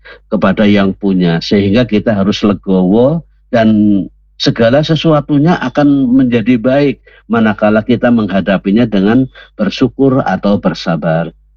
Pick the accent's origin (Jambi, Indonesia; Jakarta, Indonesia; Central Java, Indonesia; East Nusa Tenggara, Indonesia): Central Java, Indonesia; Purwokerto; born there; Kita lahir di Purwokerto, ini takdir yang tidak bisa memilih.